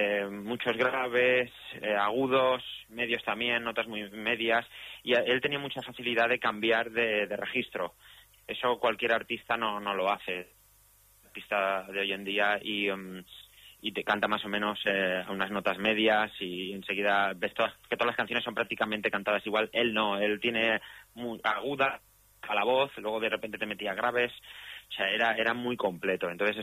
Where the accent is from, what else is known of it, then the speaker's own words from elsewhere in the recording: Valencia, Valencian Community, Spain; aquí de Valencia, de las Fallas de Valencia, porque yo soy valenciano